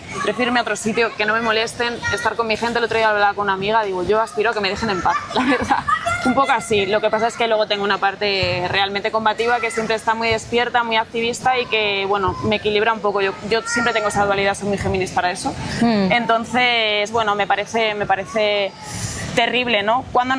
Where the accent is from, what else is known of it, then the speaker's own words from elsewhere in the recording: Segovia, Castile and León, Spain; now in Madrid, Spain; Sí, sí, yo soy de Segovia.